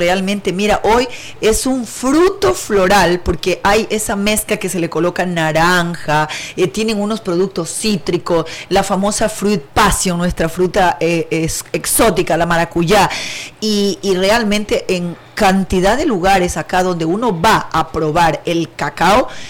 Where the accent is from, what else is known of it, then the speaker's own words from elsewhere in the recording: Chone, Manabí, Ecuador; principalmente Chone, mi cantón donde yo nací